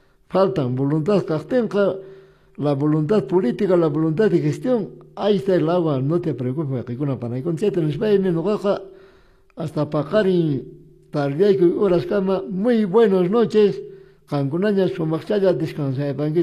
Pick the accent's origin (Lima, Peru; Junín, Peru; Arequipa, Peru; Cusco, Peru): Cusco, Peru; Solamente por mi pueblo, solamente por mi provincia, solamente por mis comunidades campesinas, solamente campesino masicuna, marcaremos pues el símbolo de JP, juntos por el pueblo, juntos por el Perú, juntos por Chumbivilcas